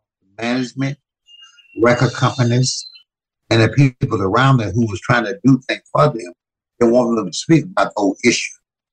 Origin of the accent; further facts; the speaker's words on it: Louisiana, United States; born there; also born or lived in Mississippi; I was born in Louisiana.